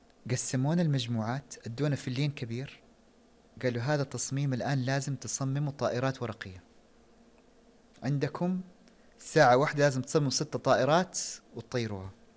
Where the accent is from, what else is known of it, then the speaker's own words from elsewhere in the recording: Saudi Arabia; moved away; قلت له من السعوديه.